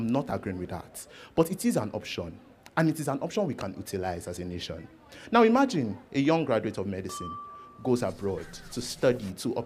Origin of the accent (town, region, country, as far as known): Nigeria